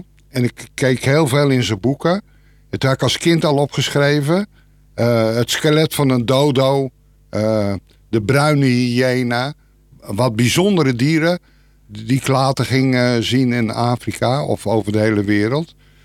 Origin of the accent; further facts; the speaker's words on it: Hooglanderveen, Utrecht, Netherlands; born there; geboren in Hooglanderveen. Ik kom uit een gezin van 7 kinderen, als oudste.